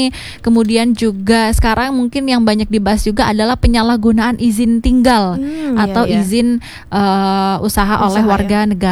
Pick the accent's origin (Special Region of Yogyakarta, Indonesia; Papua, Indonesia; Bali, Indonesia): Bali, Indonesia; kita sebagai warga Bali